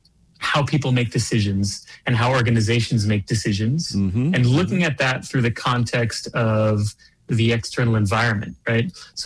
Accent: United States; now in Europe; being in Europe, being an American citizen

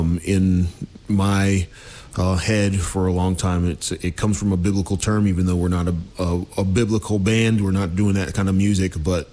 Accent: Stewartsville, Virginia, United States; I grew up in Bedford County, Stuartsville.

